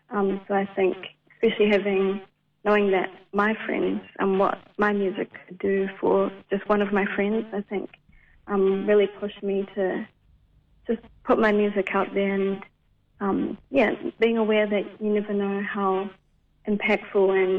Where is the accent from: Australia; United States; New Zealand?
New Zealand; as I reflect on my own experiences of being a Pacific Islander growing up in Aotearoa